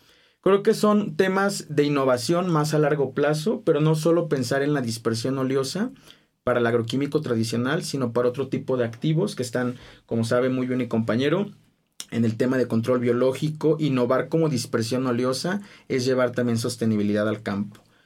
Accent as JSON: {"language": "Spanish", "region": "Guerrero", "country": "Mexico", "said": "Guerrero de donde yo soy"}